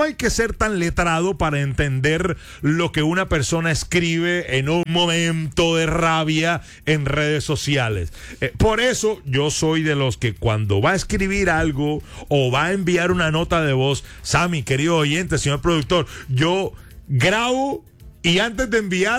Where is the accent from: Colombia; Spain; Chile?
Colombia; ¿O usted cree que a uno como colombiano lo tratan chévere en otro país así porque sí?